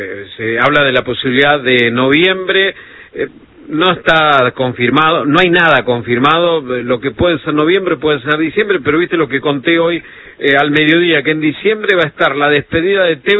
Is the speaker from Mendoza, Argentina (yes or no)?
no; Buenos Aires, Argentina; Siempre me acusan de que soy muy porteño y tienen razón.